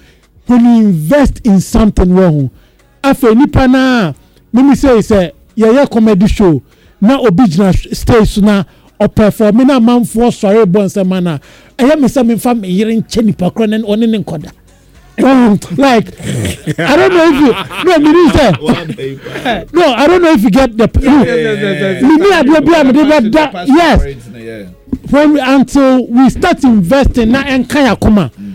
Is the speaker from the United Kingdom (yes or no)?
no; Ghana; Or say, ah, only now no people say, there, so I'm from Ghana.